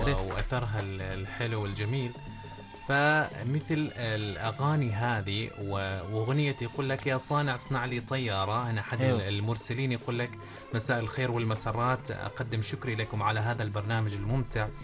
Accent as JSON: {"language": "Arabic", "country": "Oman", "said": "نحن كعمانيين"}